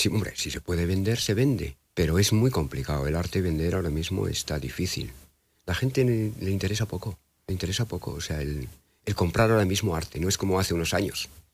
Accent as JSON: {"language": "Spanish", "town": "Carrizo de la Ribera", "region": "Castile and León", "country": "Spain", "tie": "born or raised there", "also_born_or_lived": "Grisuela del Páramo", "said": "En Grisuela del Páramo. Bueno, ahí en Grisuela. A los 4 años ya estaba en Carrizo."}